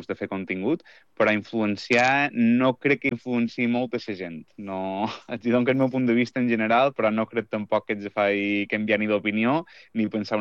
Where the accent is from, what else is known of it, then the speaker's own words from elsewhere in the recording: Sineu, Balearic Islands, Spain; Jo sóc de Sineu. … de Santa Catalina, i mon pare és de Zamora. I jo he nascut i m'he criat i visc encara dia d'avui a Sineu.